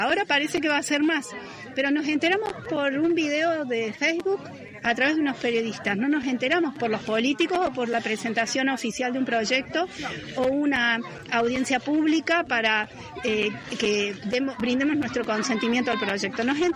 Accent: San Marcos Sierras, Córdoba, Argentina; Quienes crecimos en San Marcos

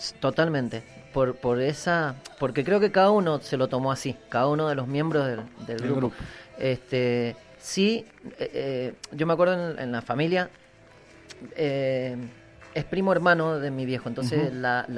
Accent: General Las Heras, Buenos Aires Province, Argentina; yo en Las Heras, uh-huh. de donde soy

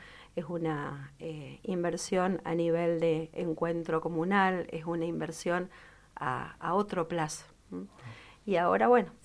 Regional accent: Argentina; En algo, como argentinos tenemos, descollamos.

